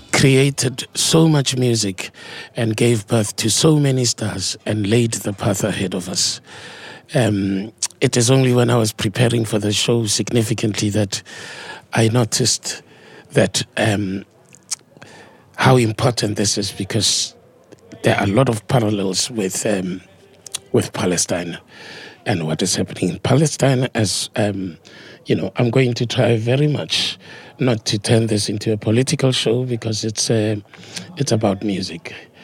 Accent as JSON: {"language": "English", "country": "South Africa", "tie": "born there", "said": "I was born in South Africa in 1977. And obviously in 1986, I was about 9 years old"}